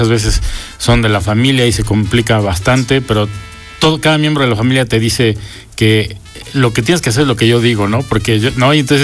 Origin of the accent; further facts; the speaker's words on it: Mexico; y bueno, como mexicanos creo que todos lo sabemos, ¿no?